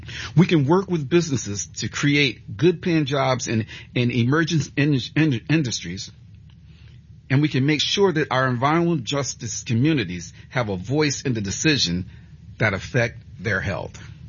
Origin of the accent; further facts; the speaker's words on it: Niagara Falls, New York, United States; I grew up in Niagara Falls in the Love Canal. Many of you might have heard the Love Canal. But when I moved from the Love Canal, I went right next to a Goodyear plant in Niagara Falls